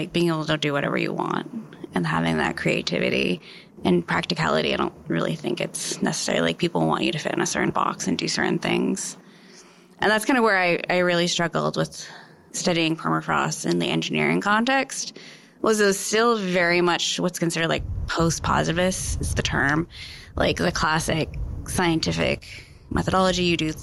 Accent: Fairbanks, Alaska, United States; also born or lived in Anchorage; So I grew up in Fairbanks and in Anchorage, and I'm a Nupiat. My family originally comes from King Island.

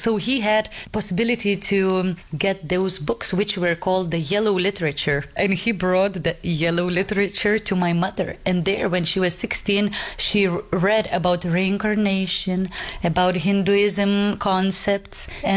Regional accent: Vilnius, Vilnius County, Lithuania; English is a second language; I'm from Lithuania, Vilnius.

